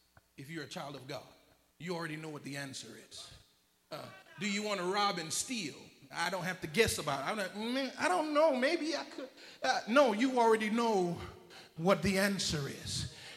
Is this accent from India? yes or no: no; Jamaica; Before I am Jamaican, before I am male, before I am black, before I am anything else, I am a child of God.